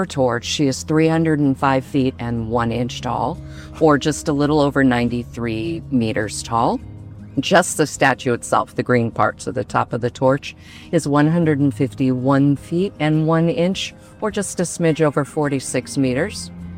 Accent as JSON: {"language": "English", "town": "New York City", "region": "New York", "country": "United States", "said": "Yeah. I'm a New Yorker. New Yorkers don't go to touristy things."}